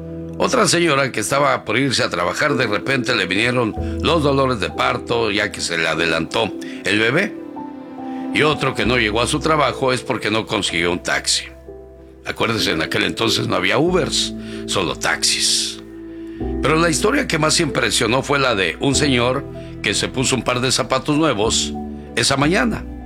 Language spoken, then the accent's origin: Spanish; Mexico City, Mexico; porque un día salí de la Ciudad de México, del DF, del Estado de México, pero el Estado de México y la Ciudad de México nunca salió de mí.